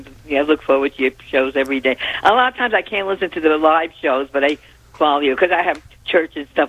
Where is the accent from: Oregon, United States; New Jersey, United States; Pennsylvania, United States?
New Jersey, United States; now in Arizona, United States; And we're both from New Jersey, too, mm-hmm. even though yeah. I wasn't born there, but I lived there for over 20 years.